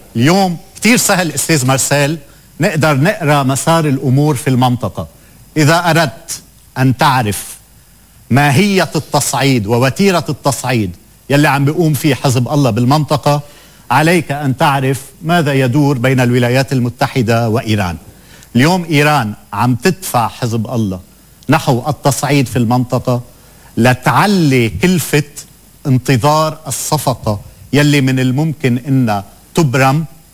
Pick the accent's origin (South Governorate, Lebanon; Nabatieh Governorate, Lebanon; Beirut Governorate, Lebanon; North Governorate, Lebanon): South Governorate, Lebanon; born there; انا جاي هلا من شعبي، من ارضي، من ناسي، ضيعتي على تخوم الزهراني، بعدها لحد هلا بمنأى عن انذارات الاخلاء يلي طالت وانتقلنا من شمال الليطاني لشمال الزهراني